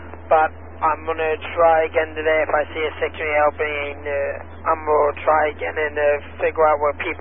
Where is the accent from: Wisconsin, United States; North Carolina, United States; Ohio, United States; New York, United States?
North Carolina, United States; born there; also born or lived in Russia; I was born in Russia, then I moved to North Carolina, so I would say yes, I was originally from North Carolina for the most part.